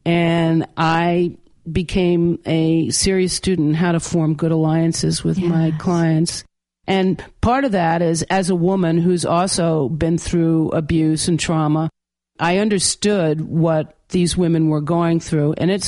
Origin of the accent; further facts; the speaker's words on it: North Shore of Long Island, New York, United States; we grew up on the North Shore of Long Island where there were very, very wealthy people.